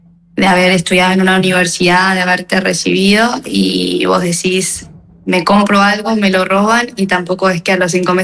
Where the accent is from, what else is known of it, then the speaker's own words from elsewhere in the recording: Argentina; now in Spain; se alegraban de que yo sea argentina